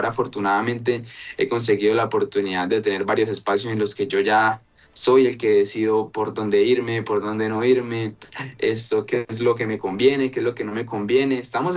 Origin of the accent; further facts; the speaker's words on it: Arauca, Colombia; qué chimba poder representar a Arauca, porque Arauca es mi tierra, pues ahí me crié y ahí voy a estar siempre.